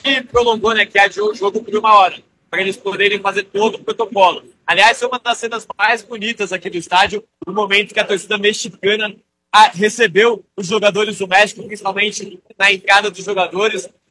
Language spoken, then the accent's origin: Portuguese; Brazil; não só eu como brasileiro